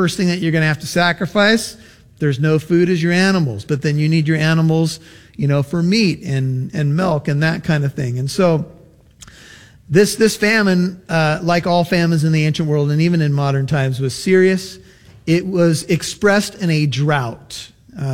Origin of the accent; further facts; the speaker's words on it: United States; as an American